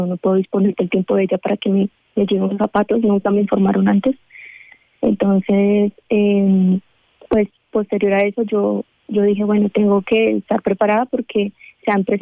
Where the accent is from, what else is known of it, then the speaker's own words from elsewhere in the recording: Tolima, Colombia; como vengo de tierra caliente, soy del Tolima